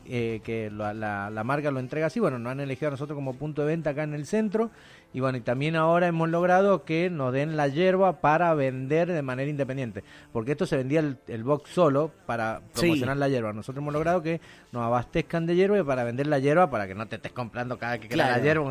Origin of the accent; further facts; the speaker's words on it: San Juan, Argentina; now in Mendoza, Argentina; San Juan, sí, yo soy de San Juan. A ver, vivo acá en Mendoza